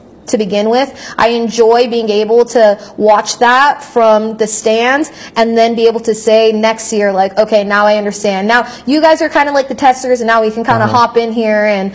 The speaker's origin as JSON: {"language": "English", "region": "California", "country": "United States", "tie": "born or raised there", "moved": "yes", "lives_now": "West Virginia, United States", "said": "my home state, California"}